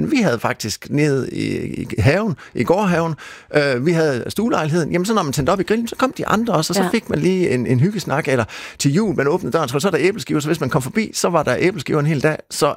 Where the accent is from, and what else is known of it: Durup, Central Denmark Region, Denmark; born or raised there; moved away as an adult; also born or lived in Copenhagen; now in Thise, Denmark